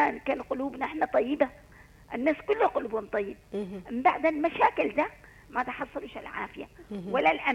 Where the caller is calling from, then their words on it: Aden, Yemen; عندنا بعدن كريتر